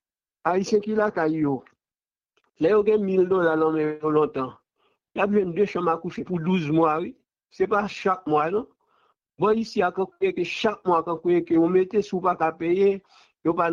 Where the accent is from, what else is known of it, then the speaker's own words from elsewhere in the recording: Haiti; On est haïtien, c'est pas chita quand vous n'avez pas de paquet de monde.